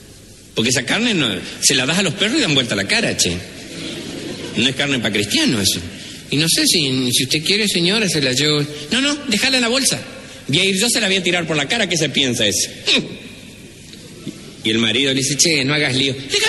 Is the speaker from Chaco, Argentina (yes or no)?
yes; Chaco, Argentina; Yo no sé si alguna vez les dije que soy del Chaco.